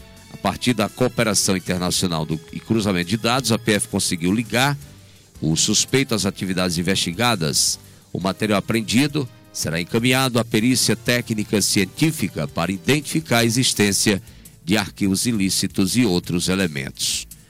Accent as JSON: {"language": "Portuguese", "country": "Brazil", "said": "nós somos brasileiros"}